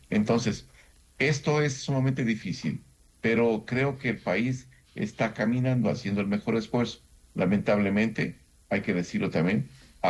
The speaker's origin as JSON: {"language": "Spanish", "country": "Ecuador"}